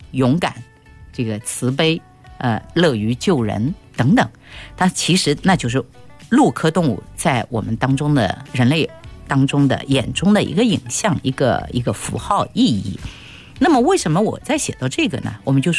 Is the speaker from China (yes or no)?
yes; China; 我们中国人